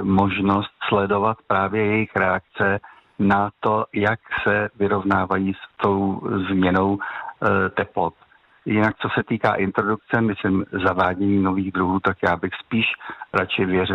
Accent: Opočno, Hradec Králové Region, Czechia; My jsme v té době bydleli v Opočně, takže já jsem trávil mládí v Opočně, ale když se dostavila služební budova v roce 67, tak jsme se sem přestěhovali a trávil jsem tady ne úplně dětství, ale dospívání.

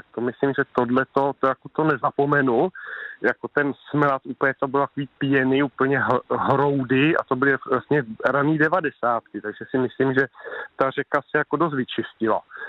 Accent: Plzeň Region, Czechia; now in near Plzeň, Czech Republic; já taky vlastně pocházím kousek od Berounky, nebo vlastně jsem žil u Berounky.

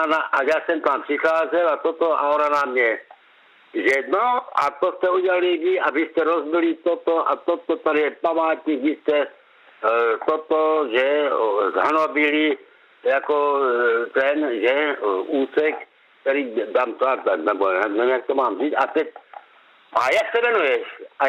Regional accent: Krnov, Moravian-Silesian Region, Czechia; Já jsem rodák z Krnova

